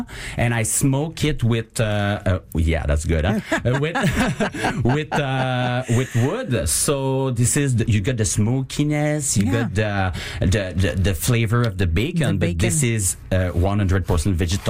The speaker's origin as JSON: {"language": "English", "town": "Quebec City", "region": "Quebec", "country": "Canada", "tie": "born or raised there", "lives_now": "Wendake, Canada", "said": "I grew up in Quebec, Lac Saint-Charles, just up north Wendake, and my grandfather was just beside the Kabir Kuba, so the river"}